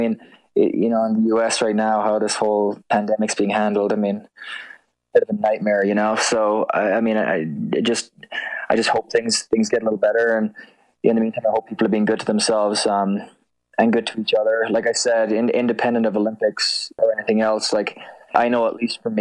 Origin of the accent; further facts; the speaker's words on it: Ireland; moved away; as someone growing up in Ireland who had no exposure